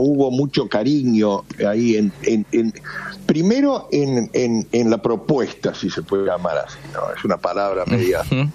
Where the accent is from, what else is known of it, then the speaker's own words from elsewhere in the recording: Buenos Aires, Argentina; born there; No soy tanguero, lo que pasa es que como nací en Buenos Aires